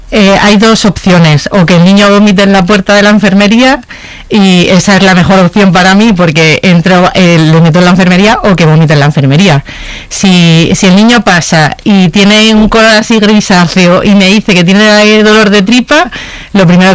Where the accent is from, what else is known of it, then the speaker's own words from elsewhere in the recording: Madrid, Community of Madrid, Spain; Perfecto. Y porque soy de Madrid.